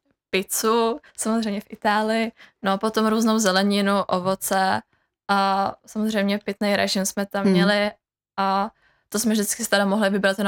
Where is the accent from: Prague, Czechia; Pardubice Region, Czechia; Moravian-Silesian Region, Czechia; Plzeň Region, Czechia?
Plzeň Region, Czechia; Stříbro; Já jsem z města Stříbra.